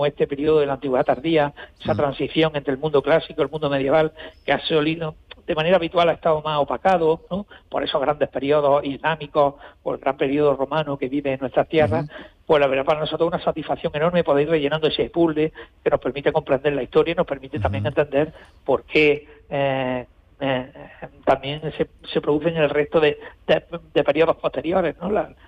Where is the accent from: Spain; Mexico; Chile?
Spain; Almería, Andalusia; cómo somos los almerienses en este caso